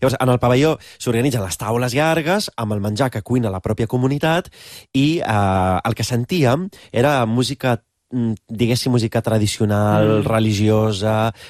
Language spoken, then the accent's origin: Catalan; Roses, Catalonia, Spain; jo soc de Roses, de Girona, i la gent de Girona fem una mica el que...